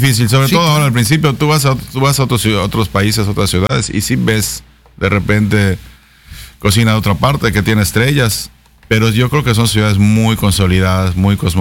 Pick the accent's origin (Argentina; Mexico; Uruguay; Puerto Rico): Mexico; Yucatán; me enorgullezco de como yucateco, de dónde estoy